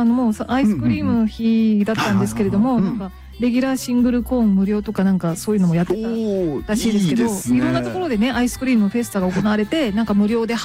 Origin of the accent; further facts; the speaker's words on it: Kagawa, Japan; 実は私地元の香川県にいる頃にですね、サーティワンで、うん、バイトしてたことがあるんですけど、